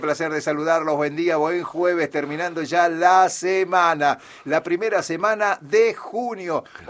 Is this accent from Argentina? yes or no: yes; Argentina; Yo soy argentino.